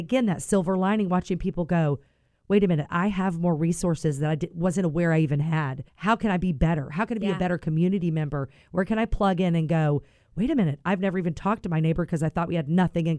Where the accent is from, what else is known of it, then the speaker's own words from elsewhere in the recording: Florida, United States; now in Waynesville, United States; I'm from Florida. And so live in Waynesville. And so it's a smaller community than in Asheville.